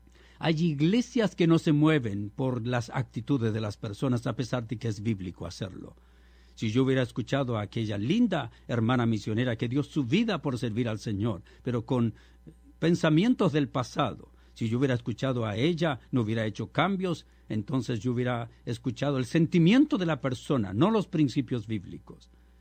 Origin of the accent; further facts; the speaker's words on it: Chile; moved away; en mi país, en Chile